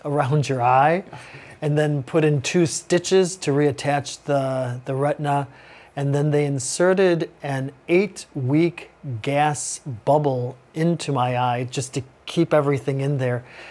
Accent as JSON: {"language": "English", "town": "Chicago", "region": "Illinois", "country": "United States", "said": "I'm from Chicago, yeah. So I had family and friends who attended that particular baseball game"}